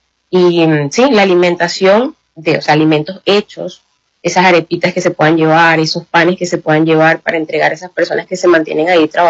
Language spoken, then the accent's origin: Spanish; Barquisimeto, Lara, Venezuela; como soy de Barquisimeto